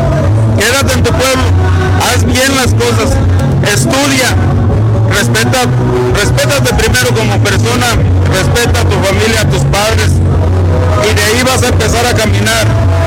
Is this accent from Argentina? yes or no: no; San Ciro de Acosta, San Luis Potosí, Mexico; para fortalecer a nuestros bomberos voluntarios de San Ciro de Acosta